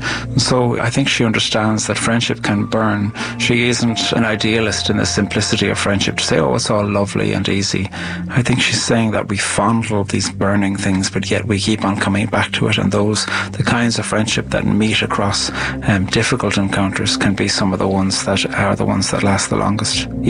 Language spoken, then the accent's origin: English; Ireland; I'm an Irish poet.